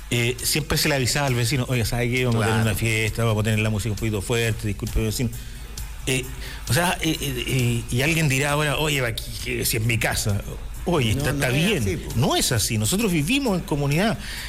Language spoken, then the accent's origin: Spanish; Chile; por ser como somos, como chilenos